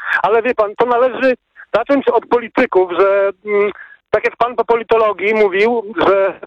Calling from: Gdańsk, Pomeranian Voivodeship, Poland; Ja mieszkam na zachodnich rubieżach Gdańska, gdzie jeszcze w 72 roku był powiat kartuski, taka Gdańsk-Okoski to się nazywa, czyli przedmieścia.

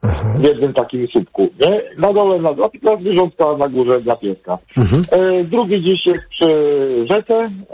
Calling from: Pruszcz Gdański, Pomeranian Voivodeship, Poland; w moim mieście w Pruszczu Gdańskim

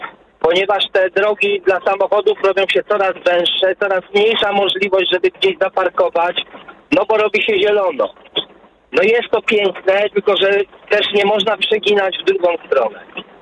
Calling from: Pruszków, Masovian Voivodeship, Poland; ja jestem spod Warszawy, ale pracuję w Warszawie

